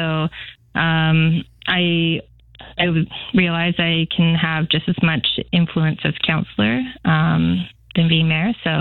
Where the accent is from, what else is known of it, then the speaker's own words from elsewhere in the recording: Victoria, British Columbia, Canada; I was born and raised down here in Victoria. And so I've experienced the potential of the city.